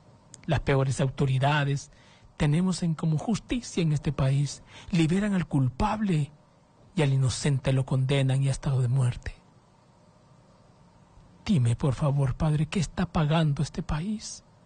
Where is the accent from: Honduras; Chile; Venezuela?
Honduras